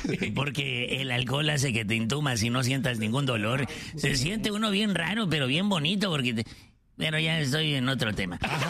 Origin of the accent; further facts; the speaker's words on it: Mexico City, Mexico; also born or lived in Ciudad Obregón; Soy de la Ciudad de México, pero nací, damas y caballeros, en Ciudad Obregón. Allá me crié, en Ciudad de México, así es de que fui chilango por un tiempo.